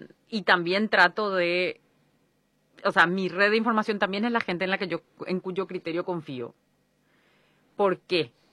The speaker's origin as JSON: {"language": "Spanish", "country": "Paraguay", "said": "siempre decimos como paraguayo y paraguaya"}